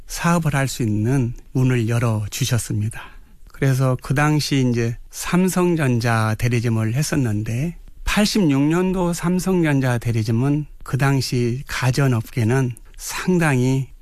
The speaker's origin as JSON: {"language": "Korean", "town": "Gimje", "region": "North Jeolla", "country": "South Korea", "tie": "born or raised there", "said": "전라북도 김제가 고향인데요."}